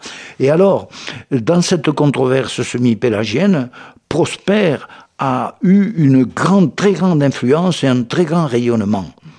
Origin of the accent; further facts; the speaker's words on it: Brittany, France; Chez nous, en Bretagne, nous avons Saint Salomon